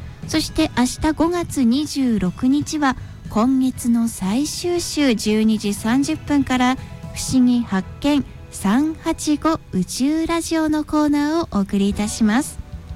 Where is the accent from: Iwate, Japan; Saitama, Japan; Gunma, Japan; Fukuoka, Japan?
Iwate, Japan; Miyako; 地元岩手県宮古市のお天気のお知らせや交通情報、行政情報、市内で行われるイベントを紹介しています。